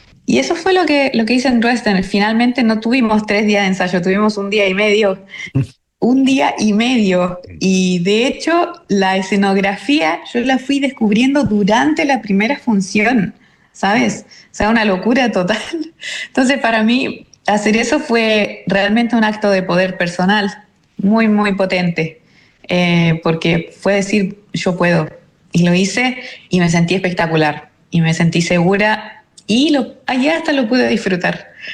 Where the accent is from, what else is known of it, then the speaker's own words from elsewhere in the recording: Chile; moved away; en el Teatro Municipal de Santiago, en mi país